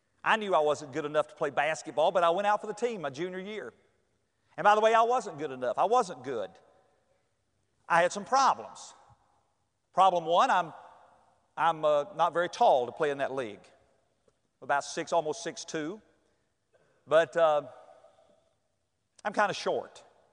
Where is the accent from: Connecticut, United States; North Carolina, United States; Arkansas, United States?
North Carolina, United States; born or raised there